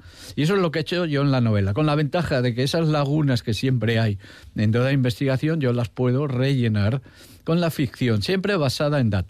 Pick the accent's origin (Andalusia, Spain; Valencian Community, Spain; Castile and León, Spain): Castile and León, Spain; Zamora; Allí vivía, en Zamora, donde yo me crié